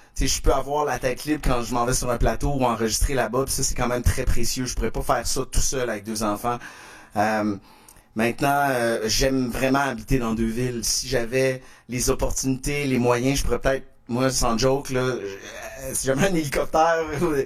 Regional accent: Quebec City, Quebec, Canada; also born or lived in Longueuil; je vis dans la maison où j'ai grandi à Québec, j'ai racheté la maison de mes parents, puis à Montréal, je vis au Novia, en fait, à Longueuil

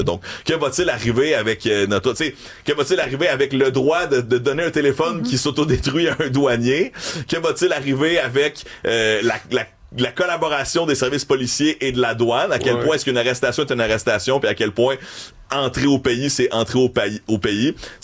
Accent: Quebec, Canada; accent: Québécois

